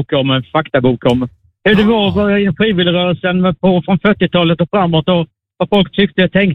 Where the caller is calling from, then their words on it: Älmhult, Kronoberg County, Sweden; Jag är dock inte från Stockholm, men jag är från Älmhult.